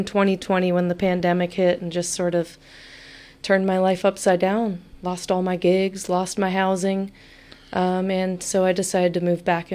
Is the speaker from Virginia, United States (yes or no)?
yes; Virginia, United States; moved away; also born or lived in Port Townsend / Asheville; I'm actually living in Virginia now, which is my hometown. So I'm in the Blue Ridge Mountains of Virginia, in a town called Blacksburg. And it's about 20 miles from the West Virginia border and about 30 miles from the North Carolina border.